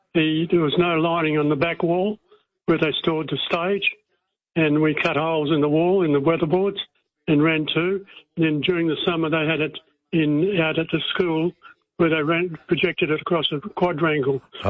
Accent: Perth, Western Australia, Australia; I'm from Perth. There were 6 major theatres and 2 newsreel theatres

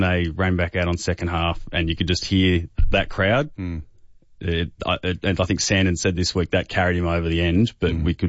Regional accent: Newcastle, New South Wales, Australia; born there; also born or lived in Sydney / Bankstown; started school in Newcastle. So we moved right before I started school.

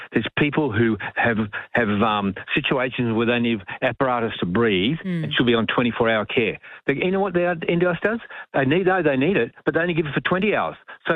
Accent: Australia; You know what? I'm Australian as they come.

